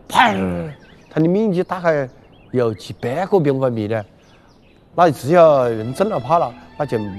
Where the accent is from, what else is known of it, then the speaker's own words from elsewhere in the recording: Hunan, China; 我们湖南人都一样的，是这种就是不怕死